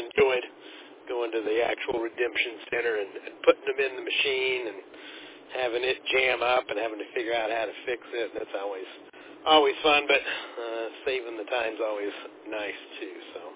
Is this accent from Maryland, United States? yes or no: no; Tennessee, United States; moved away; as a kid, I was growing up in Tennessee